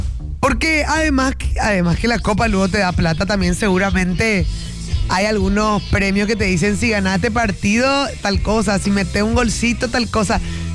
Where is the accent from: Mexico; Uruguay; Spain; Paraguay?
Paraguay; Vamos a estar los paraguayos.